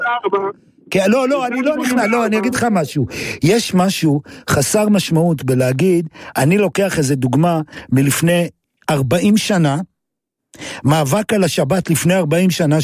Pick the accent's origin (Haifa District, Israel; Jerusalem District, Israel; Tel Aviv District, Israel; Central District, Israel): Jerusalem District, Israel; Jerusalem; אני זוכר, כי אני ירושלמי, אתה היית שם, אני הייתי ירושלמי